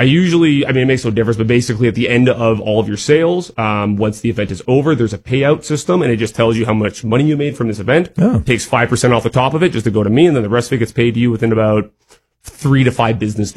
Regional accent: Canada; We actually allow for e-transfer, being Canadian. That's a very well-trusted system here.

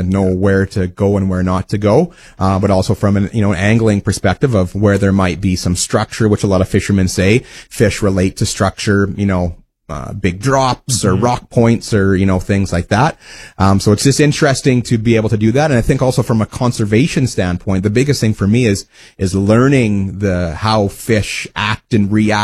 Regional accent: Wawota, Saskatchewan, Canada; one of my first jobs as a kid growing up in Wawota, Saskatchewan. So I grew up in the southeast

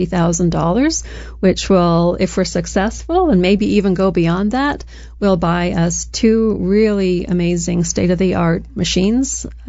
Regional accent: Regina, Saskatchewan, Canada; also born or lived in England; I was born in England. Oh, really? And my family immigrated to Regina in 1982. And so that's my hometown, and I have family still there.

